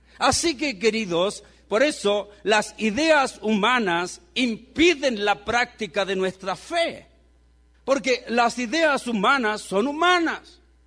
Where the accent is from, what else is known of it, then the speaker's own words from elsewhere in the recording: Chile; born there; cuando yo nací en Chile, creía que Dios era chileno. Yo nací en la iglesia pentecostal y creía que Dios era pentecostal.